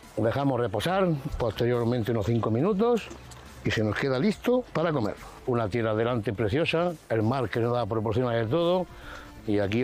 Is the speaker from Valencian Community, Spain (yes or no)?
no; Jaén, Andalusia, Spain; now in Palomares, Spain; mi tierra de Jaén